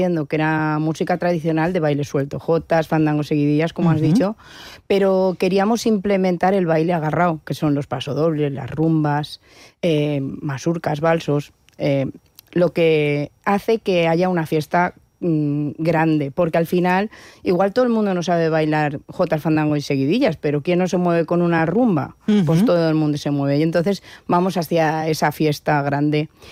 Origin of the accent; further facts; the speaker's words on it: Valencia, Valencian Community, Spain; aunque yo soy de Valencia, yo me siento de pueblo, porque es como me han criado, con esos valores.